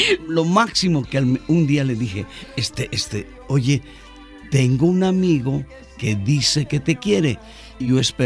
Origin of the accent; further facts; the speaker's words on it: Mérida, Yucatán, Mexico; born there; No se nota, pero nací en Mérida, Yucatán.